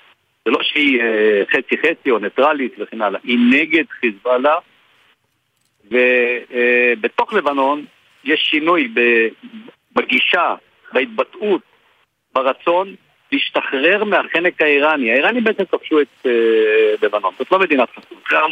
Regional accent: Northern District, Israel; אני גדלתי בצפון דרך כלל, אני נולדתי במושב זה אליעזר וגדלתי והתחנכתי שם

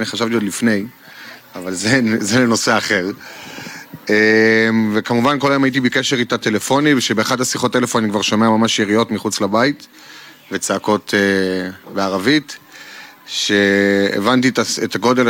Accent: Yad Natan, Southern District, Israel; now in Sderot, Israel; גדלתי במושב יד נתן, ובעצם במרוץ השנים עברתי לסדרות.

